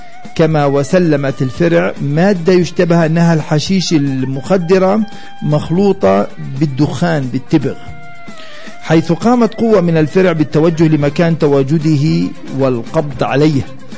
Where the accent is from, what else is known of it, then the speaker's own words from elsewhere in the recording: Bethlehem, West Bank, Palestine; فهذه الحالة حدثت عندنا في بيت لحم.